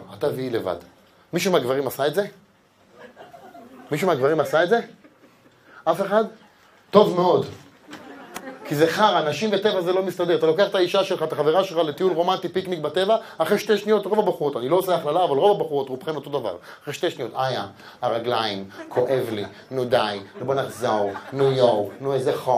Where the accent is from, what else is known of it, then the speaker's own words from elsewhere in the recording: Ramla, Central District, Israel; now in Shoham, Israel; אני במקור גדלתי ברמלה, אמיתי.